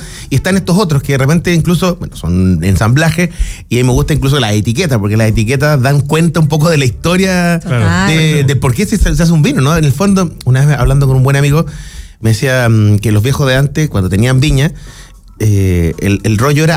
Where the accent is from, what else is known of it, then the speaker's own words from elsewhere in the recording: Chile; Seguimos siendo los chilenos